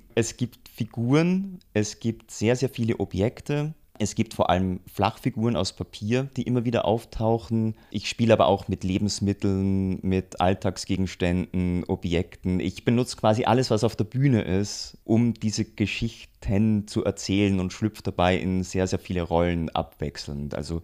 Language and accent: German; Austria; now in Berlin, Germany; Ich komme eigentlich aus Österreich, lebe aber schon seit vielen Jahren in Berlin